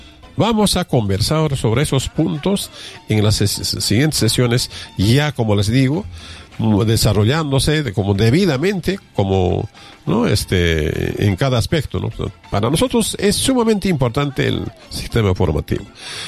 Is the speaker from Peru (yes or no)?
yes; Arequipa, Peru; tenemos que ubicarnos como ciudadanos arequipeños